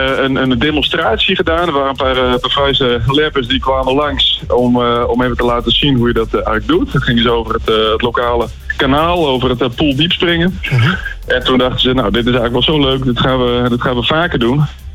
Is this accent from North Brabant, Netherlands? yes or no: no; Friesland, Netherlands; now in Grijpskerk, Netherlands; want ik kom van oorsprong uit Friesland. Maar ik ben hier terechtgekomen in de buurt van Grijpskerk.